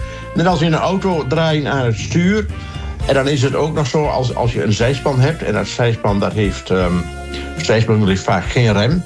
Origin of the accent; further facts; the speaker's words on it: Enter, Overijssel, Netherlands; En wij komen uit Enter, dus de Enterrun.